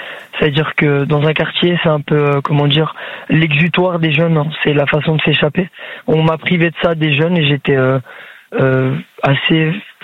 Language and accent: French; Guebwiller, Grand Est, France; Je suis originaire d'Alsace, dans le Haut-Rhin.